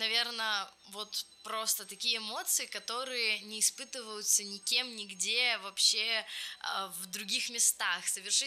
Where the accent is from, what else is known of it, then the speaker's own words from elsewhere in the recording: Moscow Oblast, Russia; Я из Московской области